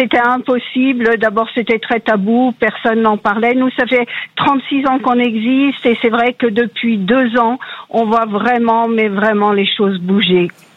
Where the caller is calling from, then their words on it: Saint-Étienne, Auvergne-Rhône-Alpes, France; Alors moi je vous appelle de Saint-Étienne.